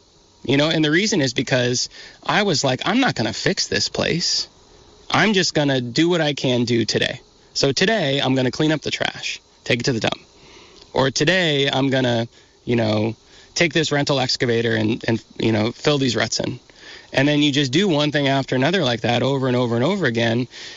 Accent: Vermont, United States; You know, and I'm from Vermont and I like have certain attributes that make it easier for them to do that.

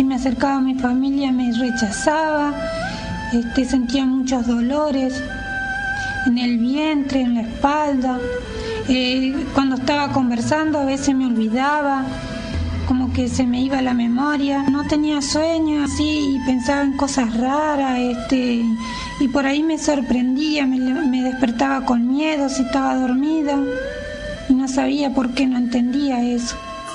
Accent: Hernandarias, Alto Paraná, Paraguay; soy nacida el 18 de noviembre de 1969. Yo vengo desde Hernandarias.

